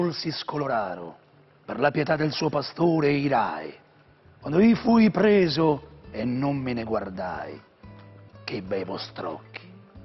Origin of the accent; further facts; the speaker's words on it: Rome, Lazio, Italy; so di Casar Bertone